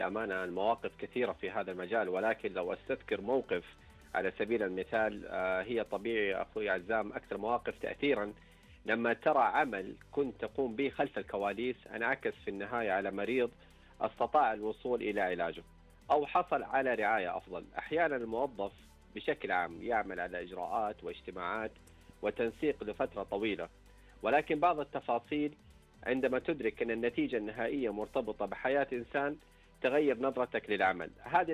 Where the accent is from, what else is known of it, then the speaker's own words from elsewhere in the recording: Saudi Arabia; والفرص عندنا في السعودية ولله الحمد أخوي عزام كثيرة،